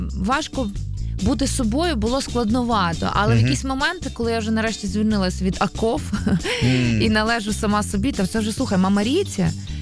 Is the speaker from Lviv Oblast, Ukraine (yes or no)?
yes; Chervonohrad, Lviv Oblast, Ukraine; born or raised there